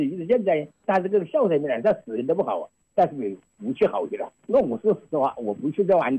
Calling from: Xiantao, Hubei, China; 仙桃三五潭。

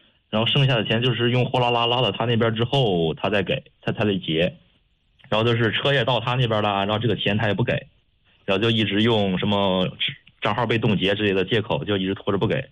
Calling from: Gaocheng, Hebei, China; 我是藁城这边。

